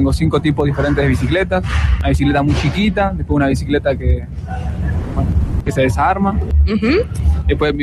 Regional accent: Argentina; moved away; Yo soy de Argentina.

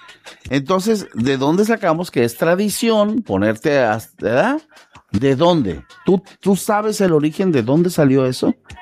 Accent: Mexico

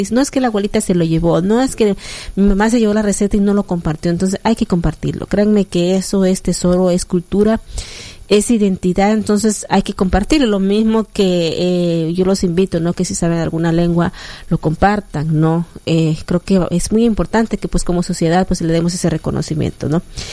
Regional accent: Mexico; now in Tuxtla Gutiérrez, Mexico; así somos los mexicanos de alegres.

